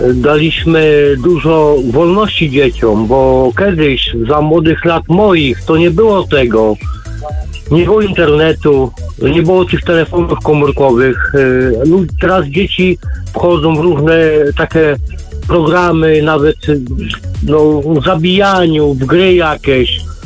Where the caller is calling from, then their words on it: Rogalin, Kuyavian-Pomeranian Voivodeship, Poland; bo ja pochodzę z małej wioski, z Rogalina, nie? Kujawsko-Pomorskie, to jest blisko Sępólna Krajeńskiego, nie?